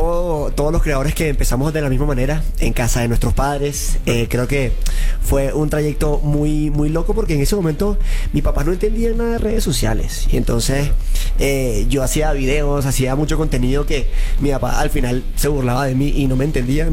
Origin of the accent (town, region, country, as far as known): Venezuela; also born or lived in Colombia